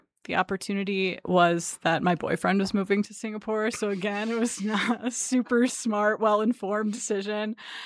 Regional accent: Canton, Ohio, United States; moved away as an adult; now in Utah, United States; So I didn't grow up in Utah. I grew up in Northeast Ohio, in Canton, Ohio. And I went to college at the College of Worcester in Ohio.

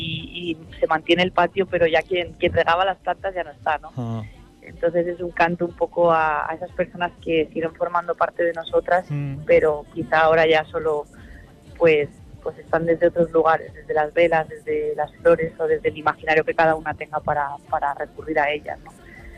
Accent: Villamayor de Santiago, Castilla-La Mancha, Spain; en mi pueblo, en Villamayor de Santiago

